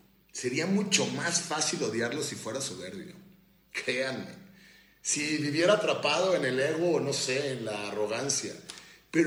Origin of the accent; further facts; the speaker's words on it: Mexico; qué coraje tan dolorosamente hermoso da entender eso siendo mexicano.